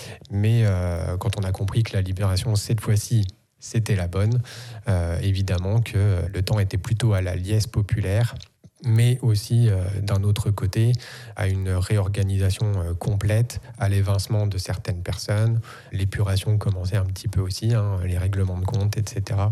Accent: Neufchâteau, Grand Est, France; Alors moi, je suis né à Neufchâteau. Je suis un vrai néo-castrien. Je me suis passionné très jeune pour l'histoire et le patrimoine de ma ville, dès l'adolescence.

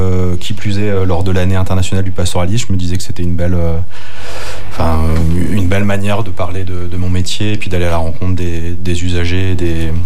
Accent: Grand Est, France; Mais sinon, je suis alsacien.

